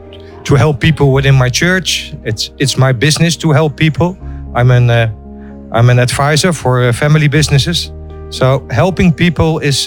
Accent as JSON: {"language": "English", "country": "Netherlands", "said": "I'm coming from Holland."}